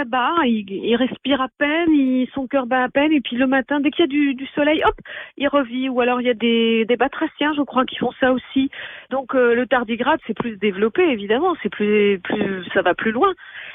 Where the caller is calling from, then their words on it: Paris, Île-de-France, France; de Paris.